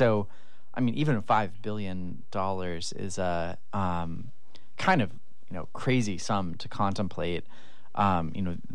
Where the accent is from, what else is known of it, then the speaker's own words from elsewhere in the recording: Sitka, Alaska, United States; I grew up in Sitka. I'm a proud product of Sitka schools.